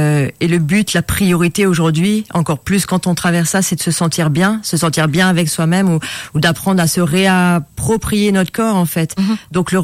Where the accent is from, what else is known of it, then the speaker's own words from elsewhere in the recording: France; now in Mauritius; Ouais, j'ai grandi en France, mais ça fait plus de 15 ans que je suis à Maurice.